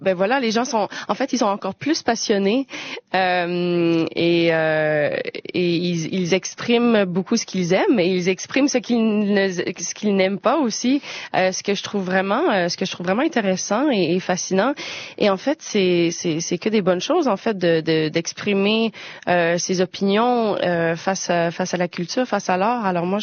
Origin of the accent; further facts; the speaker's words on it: Quebec, Canada; first language French; Tu sais, en tant que Québécoise, c'est tellement un plaisir de parler sa langue à l'international.